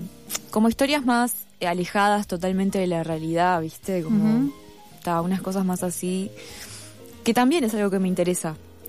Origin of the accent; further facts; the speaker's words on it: Uruguay; moved away; me encanta ser uruguaya.